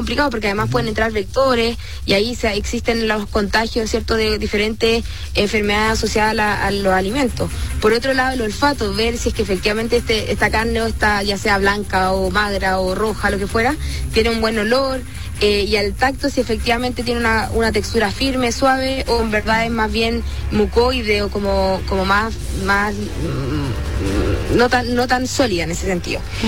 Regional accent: Chile

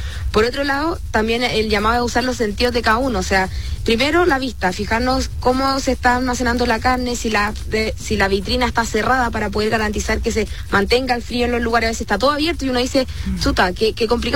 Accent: Chile

